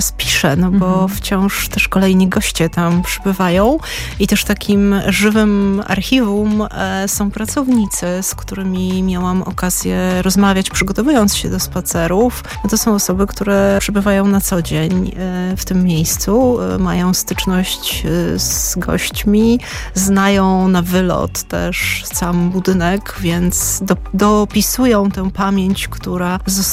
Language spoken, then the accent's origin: Polish; Kraków, Lesser Poland, Poland; now in Warsaw, Poland; Ja jestem warszawianką z wyboru, a krakowianką z pochodzenia